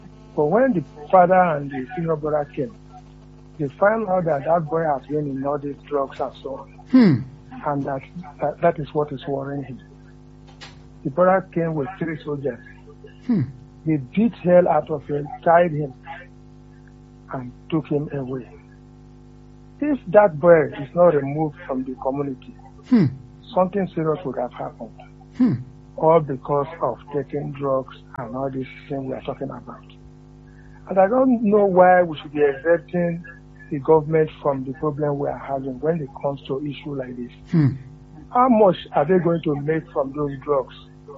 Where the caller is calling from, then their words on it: Onitsha, Anambra, Nigeria; I'm calling from Onitsha.